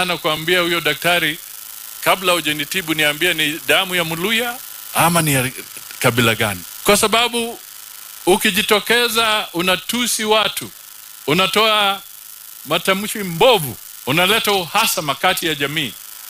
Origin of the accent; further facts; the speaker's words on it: Vihiga County, Kenya; born there; moved away; Kweli, mimi ni Mkenya lakini mzaliwa wa Vihiga huko.